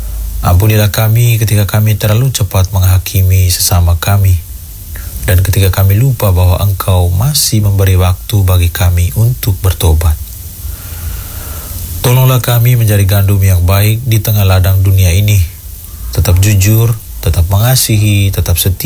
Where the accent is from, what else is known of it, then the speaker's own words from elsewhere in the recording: Flores, East Nusa Tenggara, Indonesia; kampung halaman kami di tanah Flores yang kami cinta ini.